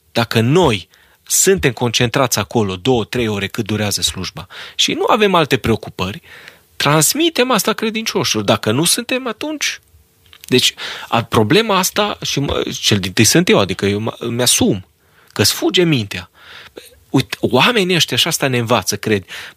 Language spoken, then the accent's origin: Romanian; Romania; pentru că eu sunt român și așa mă consider ca un bun român și îmi iubesc neamul